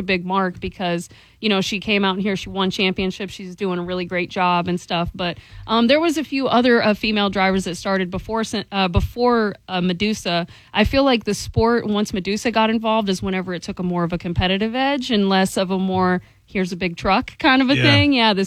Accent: Kill Devil Hills, North Carolina, United States; So we have I'm from North Carolina, and that's where my family. Northeastern North Carolina, okay. The Outer Banks.

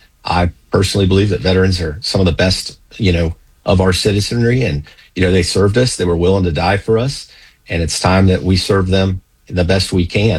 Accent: Martin County, Florida, United States; I grew up in Martin County. I'm a son of a Marine. I've got three brothers.

